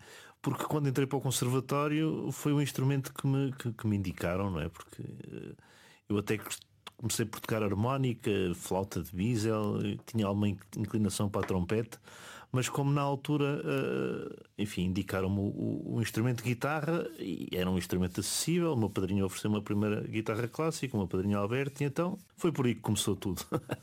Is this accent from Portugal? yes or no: yes; Centro, Portugal; also born or lived in Paris; como vivi em Paris há alguns anos, onde estudei e onde poderia ter ficado, não é? Mas não decidi voltar para casa, porque o chamamento da beira baixa, da beira alta, enfim, da minha terra, sempre falou mais alto